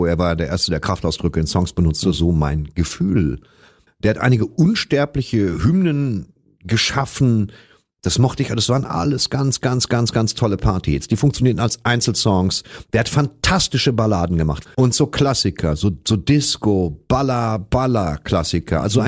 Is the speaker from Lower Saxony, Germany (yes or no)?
no; North Rhine-Westphalia, Germany; Jetzt kommt jemand aus meiner Heimat. Dieser Mann ist Heimat. Tatsächlich ist … ein Titan, der im positiv aufgeladenen Sinne der Thanos des Ruhrgebiets.